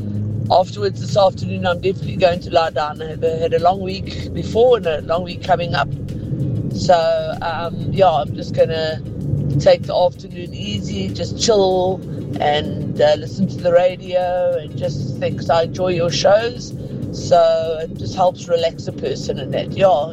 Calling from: Richards Bay, KwaZulu-Natal, South Africa; I'm phoning from Mapoza, or sending a message, I should say, from Mapoza just outside Richards Bay.

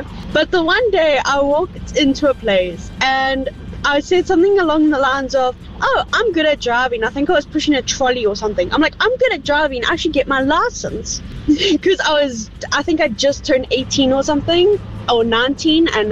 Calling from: South Africa; I've been told I come from Australia, England, America. No one really says South Africa, even though I'm from South Africa, you know?

